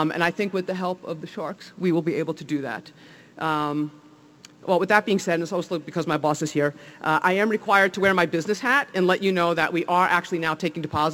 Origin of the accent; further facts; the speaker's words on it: New Jersey, United States; you could tell from my accent probably, I'm from New Jersey